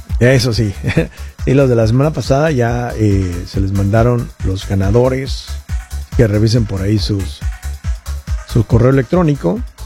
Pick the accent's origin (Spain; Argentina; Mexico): Mexico; Pues soy mexicano 100%.